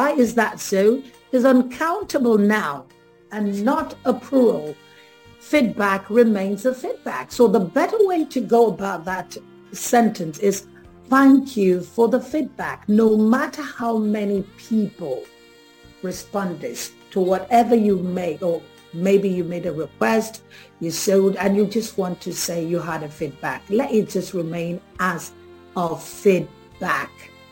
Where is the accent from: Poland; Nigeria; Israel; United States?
Nigeria